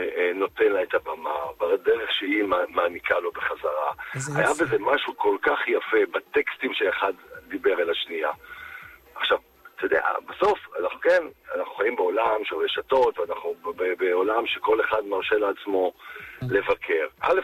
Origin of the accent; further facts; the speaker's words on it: Haifa, Haifa District, Israel; אני אדם של שטח, אני לא אדם של תל אביב, בוא, אני בא מבת גלים בחיפה